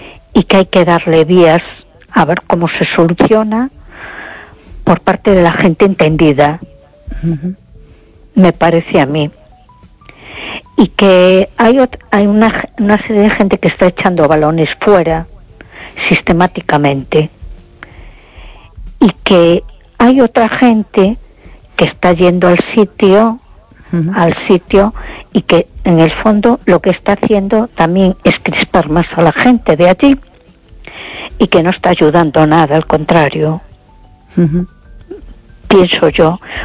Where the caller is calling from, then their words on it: A Coruña, Galicia, Spain; de Coruña.